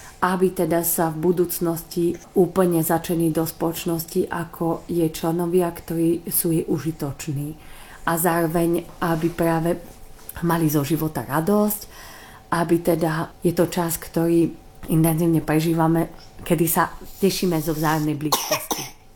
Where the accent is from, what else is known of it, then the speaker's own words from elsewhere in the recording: Martin, Žilina Region, Slovakia; ja pochádzam z Martina zo Slovenska